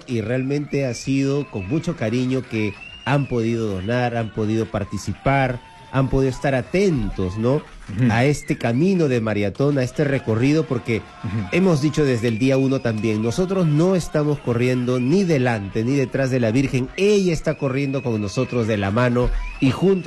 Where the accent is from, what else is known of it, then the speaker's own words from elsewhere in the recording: Ica, Peru; De Ica, eso, mi tierra